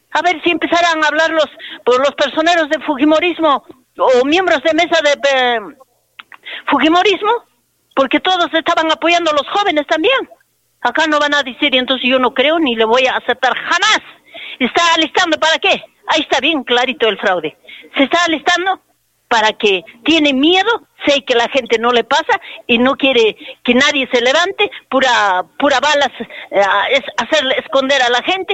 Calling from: Peru; ¿cómo somos los peruanos

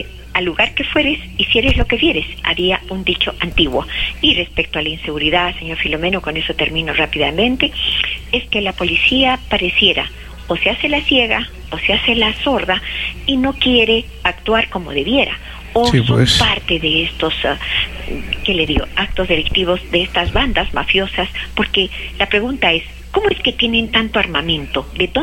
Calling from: Arequipa, Peru; nuestra idiosincrasia arequipeña

